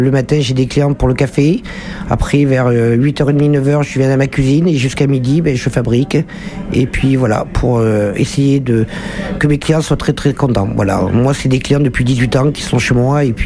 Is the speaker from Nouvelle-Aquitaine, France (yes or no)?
yes; Ribérac, Nouvelle-Aquitaine, France; Non, je suis originaire de Ribérac et puis j'avais envie de voir autre chose. J'ai fait 10 ans à Ribérac, 10 ans à Toucan et 18 ans à Périgueux.